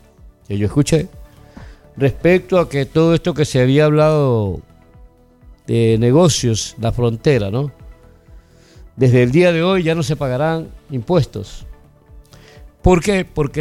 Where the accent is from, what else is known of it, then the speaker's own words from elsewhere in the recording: Ecuador; ¿Qué nos queda decir a nosotros como ecuatorianos desde nuestras casas, de nuestros hogares?